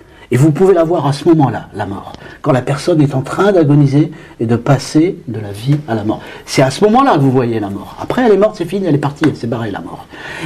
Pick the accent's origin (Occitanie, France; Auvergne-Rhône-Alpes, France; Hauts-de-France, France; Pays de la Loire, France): Hauts-de-France, France; moved away as an adult; Je suis jeune journaliste, je déboule de mon école et de mon enfance dans le Pas-de-Calais